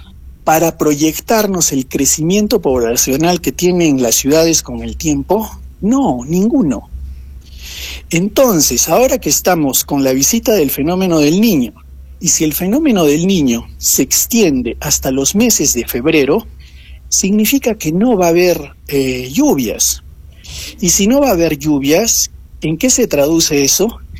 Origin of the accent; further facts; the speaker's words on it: Arequipa, Peru; Yo como arequipeño y como todos los que vivimos aquí